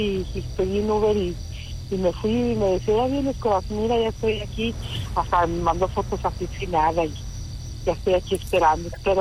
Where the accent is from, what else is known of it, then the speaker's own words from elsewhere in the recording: San Luis Potosí, Mexico; Tengo 49 años, soy de San Luis Potosí.